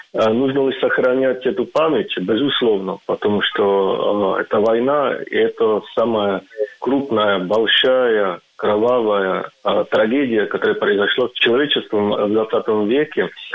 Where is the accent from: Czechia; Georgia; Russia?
Czechia; Trutnov, Hradec Králové Region; Russian is a second language; Мой город, мой родной город, который находится на северо-востоке Чехии, который называется Трутнов, освобождала Красная Армия.